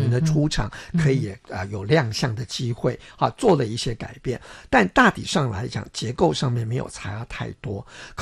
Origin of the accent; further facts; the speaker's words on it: Taiwan; first language Taiwanese Hokkien; 因为我自己也是台湾人啊，那台语也是我的母语，好像不难。